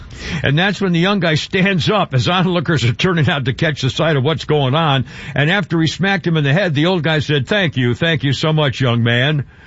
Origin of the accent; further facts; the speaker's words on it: New England, United States; I was born and raised in New England in the Northeast